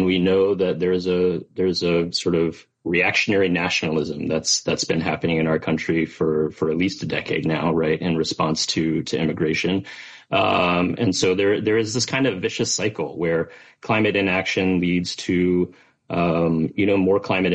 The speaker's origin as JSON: {"language": "English", "region": "North Carolina", "country": "United States", "tie": "born or raised there", "moved": "yes", "lives_now": "Washington, D.C., United States", "said": "I'm originally from North Carolina. My parents are immigrated from China."}